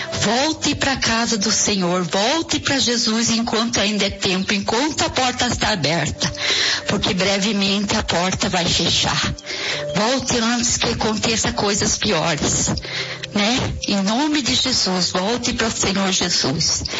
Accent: Colombo, Paraná, Brazil; eu sou de Colombo, aqui do Ana Maria.

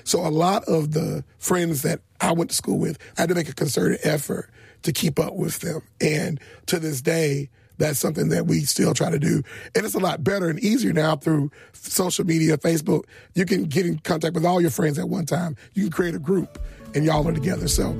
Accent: Selma, Alabama, United States; I had an opportunity to grow up in Selma during one of its best times. When I grew up here, the school system was integrated. So I went to school from the 80s to the early 90s here in school in Selma.

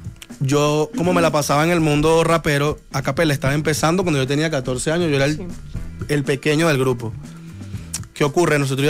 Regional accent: Caracas, Capital District, Venezuela; el de Caricuao.

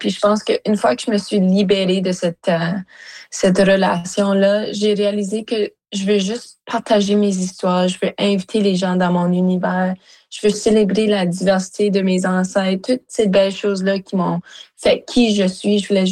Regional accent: Sudbury, Ontario, Canada; Oui, ben tu sais, je viens de Sudbury, comme tu dis, du nord-est de l'Ontario

